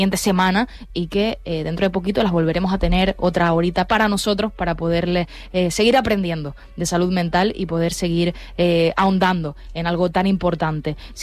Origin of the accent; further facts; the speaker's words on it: Canary Islands, Spain; si Canarias tiene factores propios como la insularidad, como saben somos una región ultraperiférica